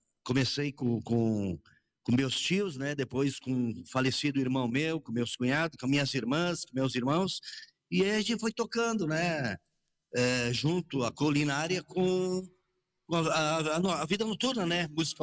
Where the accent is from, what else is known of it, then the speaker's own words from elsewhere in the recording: Encantado, Rio Grande do Sul, Brazil; now in Soledade, Brazil; eu sou natural de Encantado. Eu faz mais de 50 anos que eu moro em Soledade.